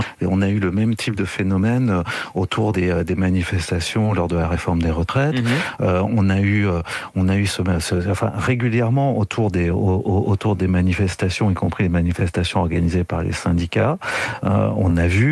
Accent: Bordeaux, Nouvelle-Aquitaine, France; En tant que Bordelais

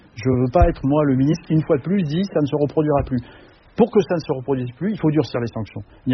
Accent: Bourges, Centre-Val de Loire, France; je suis originaire de ce département, oui c'est vrai, je suis né à Bourges, j'y ai toutes mes attaches.

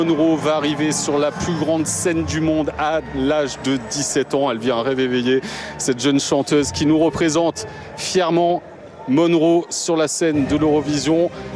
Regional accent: France; en tant que Français on n'est pas très objectif, on est un peu chauvin

